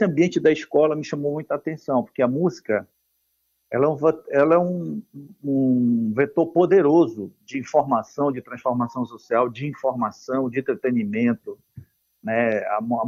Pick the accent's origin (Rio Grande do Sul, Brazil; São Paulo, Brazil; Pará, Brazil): Pará, Brazil; Terra Santa; now in Manaus, Brazil; eu sou de Terra Santa. Terra Santa é uma região que fica perto de Parintins, é no limite entre Pará e Amazonas.